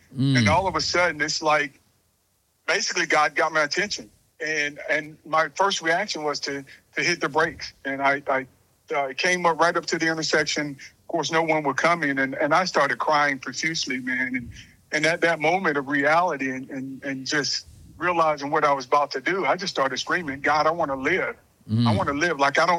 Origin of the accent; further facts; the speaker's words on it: Vidalia, Georgia, United States; I'm from Georgia. Place called Vidalia, yeah. Sweet Onions.